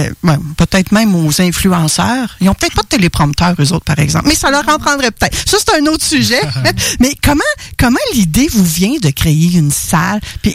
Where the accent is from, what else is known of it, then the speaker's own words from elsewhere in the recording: Quebec, Canada; parce que peut-être qu'en tant que Québécois, on n'agit pas tout à fait de la même façon